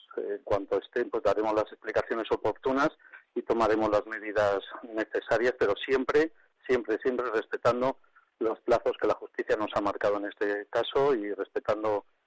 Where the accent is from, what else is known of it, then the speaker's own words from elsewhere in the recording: Soria, Castile and León, Spain; soy un sanjuanero que le encanta la saca, que es el día más más preciado por mí